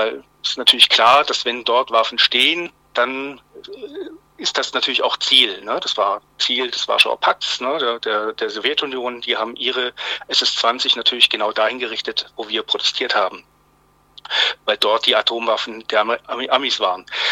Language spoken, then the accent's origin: German; Baden-Württemberg, Germany; born there; Ich bin 69 geboren. Ich bin gebürtiger Schwabe eigentlich. Meine Eltern sind allerdings keine Schwaben, daher ein gespaltenes Verhältnis zum Schwäbischen.